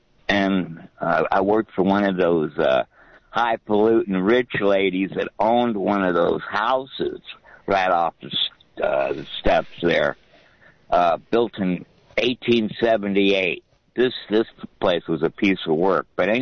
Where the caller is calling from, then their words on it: Santa Cruz, California, United States; Here in Santa Cruz.